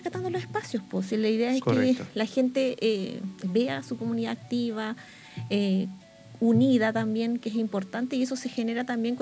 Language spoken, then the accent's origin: Spanish; Coquimbo, Chile; yo soy del sector del Palquibajo también